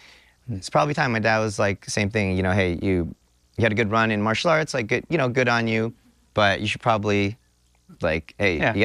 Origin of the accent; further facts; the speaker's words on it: California, United States; I grew up in California, Northern yeah. California. And my parents, they moved to America from Taiwan.